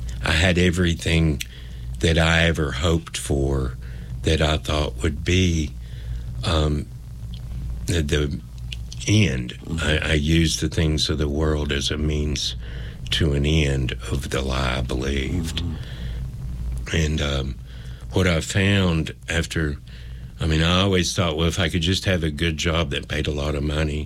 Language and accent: English; Kingsport, Tennessee, United States; moved away as an adult; I grew up in Kingsport, Tennessee. I left and got a job, went to college and all that for several years, and ended up coming back kind of like a full circle.